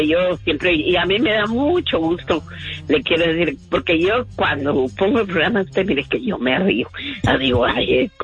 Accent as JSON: {"language": "Spanish", "country": "Guatemala", "moved": "yes", "said": "en mi país, yo soy de Guatemala"}